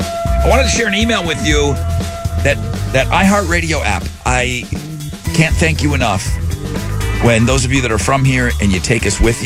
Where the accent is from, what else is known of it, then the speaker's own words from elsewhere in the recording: Houston, Texas, United States; Listening to y'all via the iHeart Radio app. I'm from Houston. I'm with my softball team.